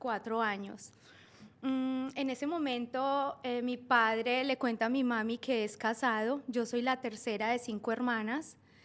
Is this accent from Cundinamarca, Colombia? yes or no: no; Pereira, Risaralda, Colombia; De Pereira, nací en un pueblo de sí. Colombia.